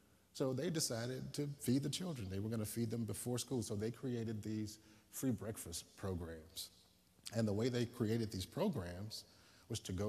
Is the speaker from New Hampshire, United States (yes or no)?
no; Mississippi, United States; I grew up black in Mississippi